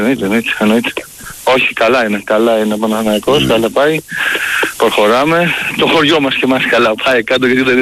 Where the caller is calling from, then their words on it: Lamia, Central Greece, Greece; εμείς εδώ Λαμία ακούμε τον Sport FM από το Radio Net